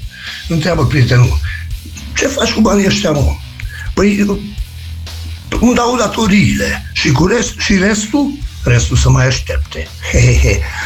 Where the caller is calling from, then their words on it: Miercurea Ciuc, Harghita County, Romania; din Miercurea Ciuc